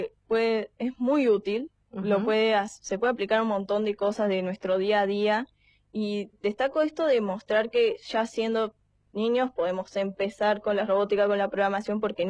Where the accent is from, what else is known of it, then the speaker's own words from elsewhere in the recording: Villa Carlos Paz, Córdoba, Argentina; yo soy de acá de Carlos Paz